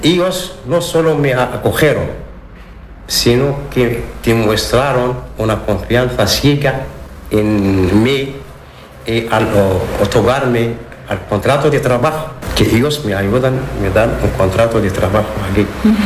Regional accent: Morocco; Spanish is a second language; moved away as an adult; now in Plasencia, Spain; Como soy marroquí, amazir, la etnia bereber, mi identidad sigue muy viva en mí.

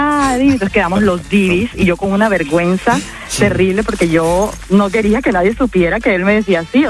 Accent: Colombia; now in Spain

